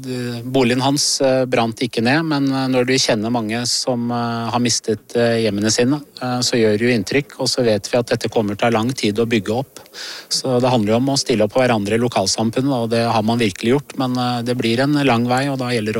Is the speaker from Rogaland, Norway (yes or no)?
no; Drammen, Buskerud, Norway; Så kommer jeg jo fra Drammensområdet selv, så jeg kjenner jo mange som bor I et område som også har mistet sitt hjem.